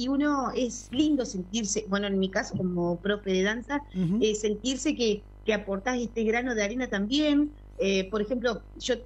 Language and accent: Spanish; Buenos Aires Province, Argentina; somos sureros por esencia, somos bonaerenses